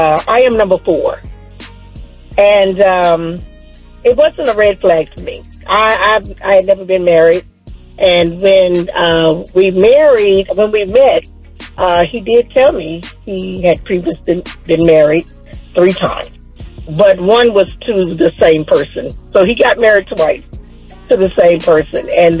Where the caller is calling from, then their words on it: Virginia, United States; I'm from Virginia.